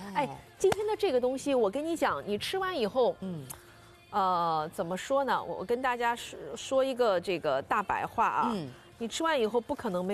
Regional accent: China; 他们的这个户外运动比我们 东就比我们中国人比我们亚洲人真的是多很多

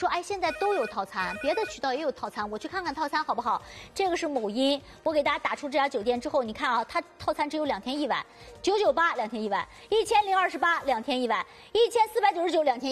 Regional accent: Shanghai, China; 所以作为上海人，咱们一定要去试试的。

